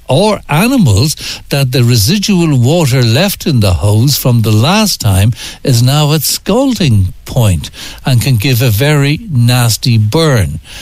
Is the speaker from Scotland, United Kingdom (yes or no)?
yes; Scotland, United Kingdom; moved away as an adult; now in Clane, Ireland; I'm Scottish, by the way. Unfortunately, we got beat last night, and I'm living in Clane, 30 years in Kildare.